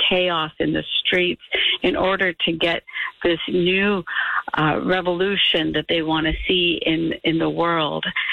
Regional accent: India; born there; I was born in India and speak the language, but didn't need to.

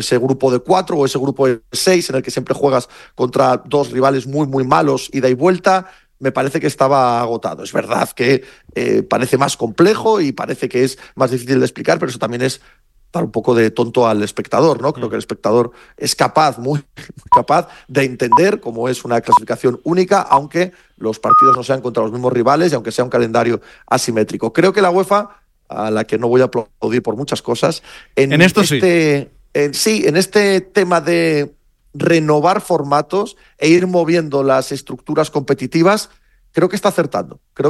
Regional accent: Spain; También aquí se suma que somos españoles, es decir, que no es lo mismo preguntar esto en España que en Francia o en Italia.

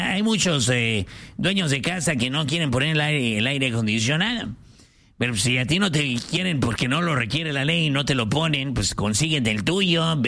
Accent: Ciudad Obregón, Sonora, Mexico; Yo soy de Obregón, Sonora, ya hace calor, calor.

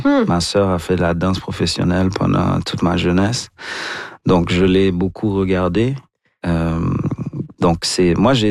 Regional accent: Haiti; moved away; also born or lived in London; pourquoi est-ce que j'ai été exposé à autant de violence en grandissant en Haïti?

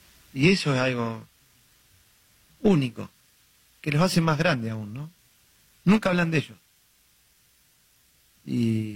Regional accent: Argentina; now in Monterrey, Mexico

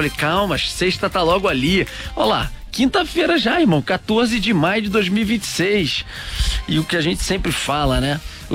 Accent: Rio de Janeiro, Brazil; Eu sou carioca, eu sou carioca.

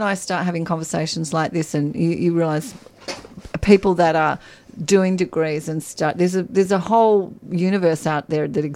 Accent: Perth, Western Australia, Australia; Have I ever told you that that's where I was born and I grew up?

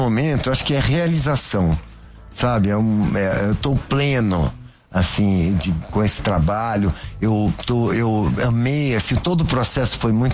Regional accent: São Paulo, Brazil; e como paulistano, só a gente pode falar mal. Entendeu? Não vem falar mal da minha cidade.

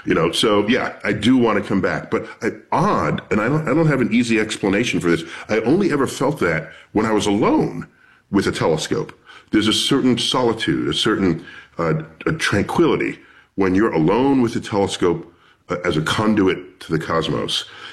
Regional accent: New York City, New York, United States; born or raised there

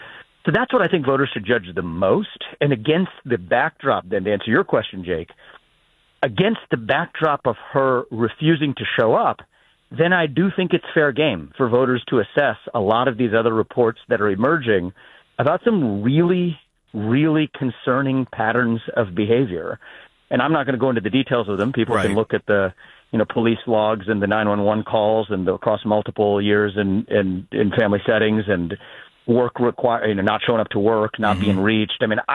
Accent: Ohio, United States; born there

